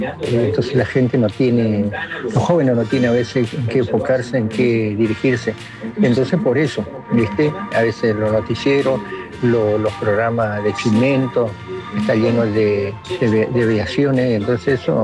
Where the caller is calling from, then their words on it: Montevideo, Uruguay; de Barrio